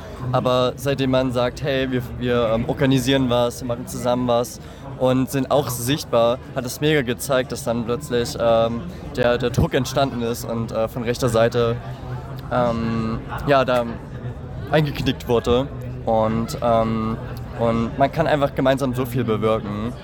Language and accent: German; Riesa, Saxony, Germany; now in Dresden, Germany; genau aus Dresden, komme ursprünglich aus Riesa